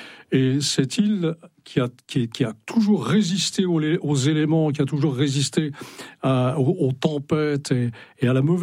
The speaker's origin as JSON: {"language": "French", "region": "Brittany", "country": "France", "tie": "born or raised there", "said": "c'est l'île Molène, au large de Brest et surtout au large de la Béryldute, qui est le village de mon enfance dans le Finistère Nord."}